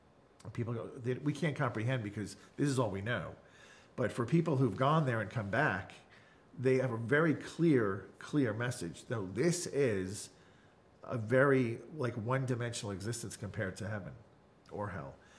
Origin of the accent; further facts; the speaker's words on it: Long Island, New York, United States; when I was a lifeguard growing up on Long Island.